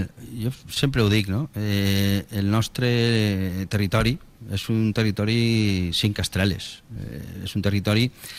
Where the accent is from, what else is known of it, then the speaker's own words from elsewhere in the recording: Valencian Community, Spain; Així ja som els valencians.